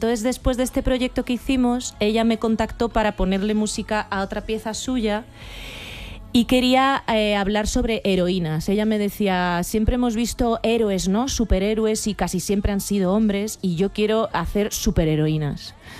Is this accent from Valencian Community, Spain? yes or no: no; Madrid, Community of Madrid, Spain; Pues madrileña con un abuelo de cada punta, sin pueblo, sin raíces